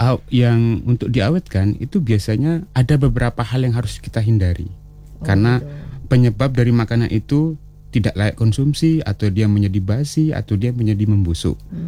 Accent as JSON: {"language": "Indonesian", "region": "West Nusa Tenggara", "country": "Indonesia", "said": "Iya, saya dari Lombok, Nusa Tenggara Barat."}